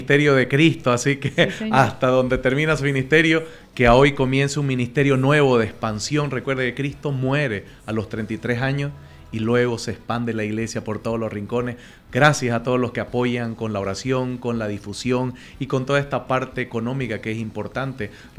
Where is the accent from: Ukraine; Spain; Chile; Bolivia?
Bolivia; en mi país decimos más radio, por eso yo voy a decir muchas veces radio